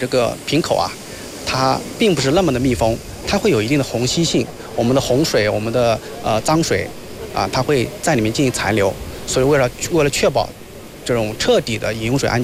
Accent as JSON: {"language": "Chinese", "region": "Guangxi", "country": "China", "said": "包括我们广西这边最喜欢吃的鱼生呐"}